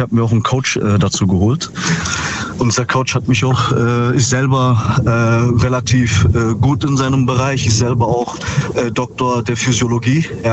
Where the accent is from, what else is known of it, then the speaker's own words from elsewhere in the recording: Ravensburg, Baden-Württemberg, Germany; Aus Ravensburg.